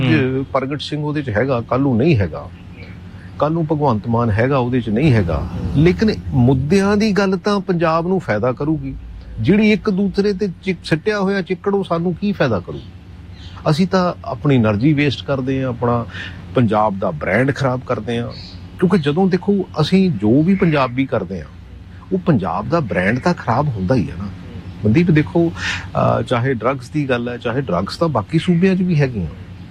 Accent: Punjab, India; ਪੰਜਾਬੀ ਵੀ feel proud ਕਿ ਹਾਂ ਵੀ ਅਸੀਂ ਪੰਜਾਬੀ ਹਾਂ

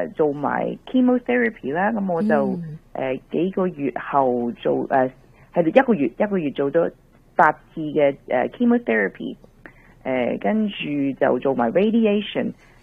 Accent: Australia; now in Canada; 因为我本身是在澳洲那里长大的，那我就没有家人

